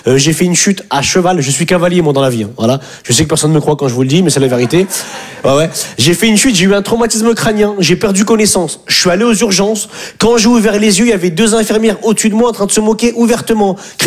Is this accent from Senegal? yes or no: no; Hauts-de-France, France